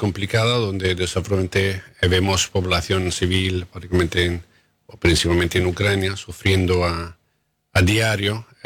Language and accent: Spanish; Rome, Lazio, Italy; born there; first language Italian; Spanish is a second language; Yo mismo soy de familia danesa y sueca, casado con una española, nacido en Roma, italiano fue mi primer idioma.